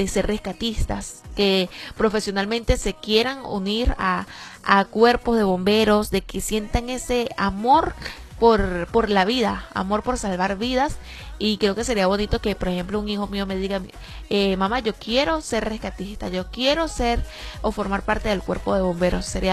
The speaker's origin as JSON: {"language": "Spanish", "country": "Venezuela", "said": "Y eso es muy bonito y es lo que nos identifica como venezolanos."}